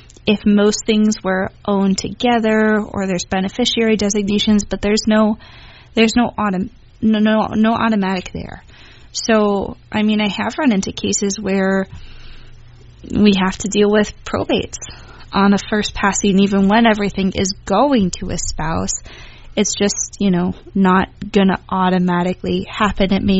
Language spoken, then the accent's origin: English; Appleton, Wisconsin, United States; I am from Appleton. I went to St. Norbert for undergrad and Marquette for law school. Immediately after graduating, I kind of came back to Appleton.